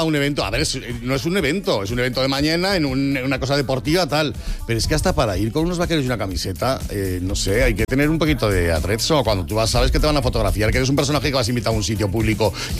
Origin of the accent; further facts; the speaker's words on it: Madrid, Community of Madrid, Spain; Nosotros, yo soy madrileño, pero soy de madre aragonesa.